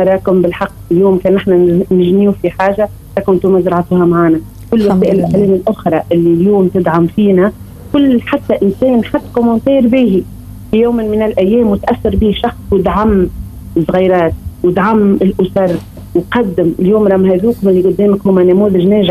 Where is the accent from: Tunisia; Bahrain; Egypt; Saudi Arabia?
Tunisia; اليوم أنا كتونسي